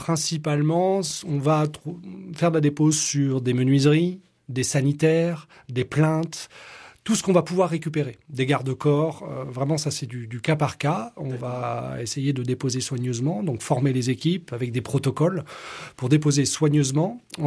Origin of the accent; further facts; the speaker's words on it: Nouvelle-Aquitaine, France; moved away as an adult; also born or lived in United States; j'ai eu envie de revenir en Charente qui est ma terre natale et de revenir après ces années d'expatriation.